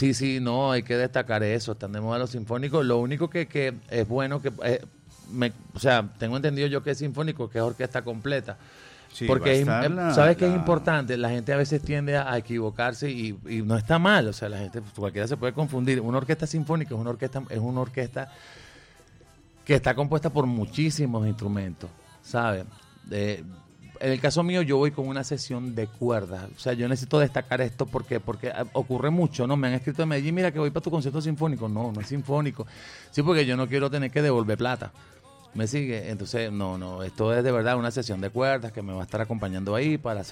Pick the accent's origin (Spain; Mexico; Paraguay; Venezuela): Venezuela; nosotros como venezolanos.